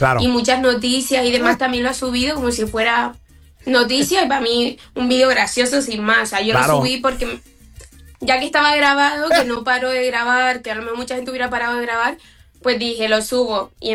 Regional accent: Canary Islands, Spain; De las Islas Canarias.

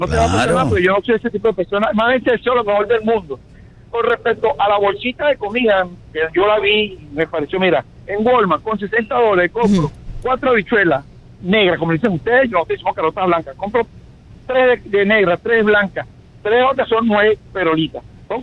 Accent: Venezuela; moved away; Yo soy venezolano.

